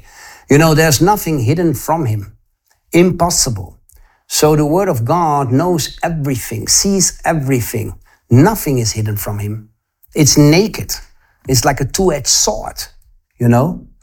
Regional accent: Netherlands; I'm from Holland

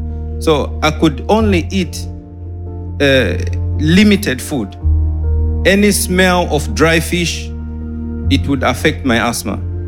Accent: United Kingdom; I come from United Kingdom. I come from a very humble background. I was born premature, around 6 months.

